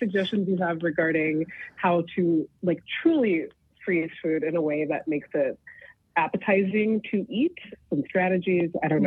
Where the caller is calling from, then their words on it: St. Paul, Minnesota, United States; Calling from St. Paul, Minnesota.